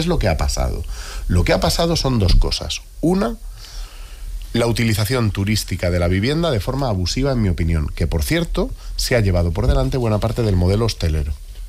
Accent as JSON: {"language": "Spanish", "town": "Madrid", "region": "Community of Madrid", "country": "Spain", "tie": "born or raised there", "said": "yo te digo que en Madrid, que es lo que conozco porque es mi pueblo, en Madrid se está construyendo"}